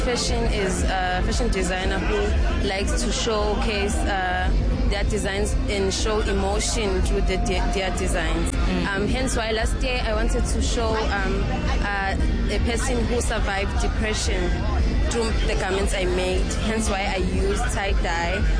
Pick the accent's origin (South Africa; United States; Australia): South Africa; KwaZulu-Natal; I wanted to embrace my culture as a Zulu woman and my religion as a South African.